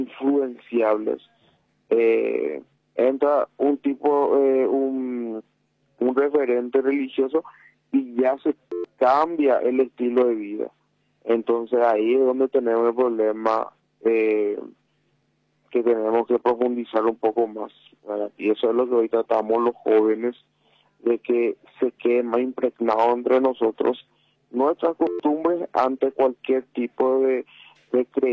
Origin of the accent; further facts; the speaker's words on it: Chaco, Paraguay; En mi pueblo, al menos en el Chaco, una religión influyó bastante en perder ese arraigo que teníamos en las costumbres